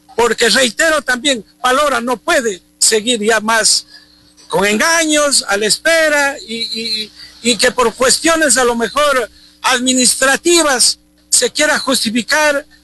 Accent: Morona Santiago, Ecuador; todos somos la provincia de Morona, Santiago

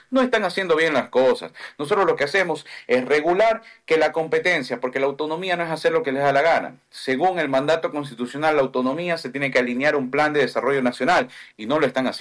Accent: Ecuador; primero el ecuatoriano, siempre voy a decir eso. Nosotros somos asambleístas del Ecuador y siempre vamos a legislar para los ecuatorianos.

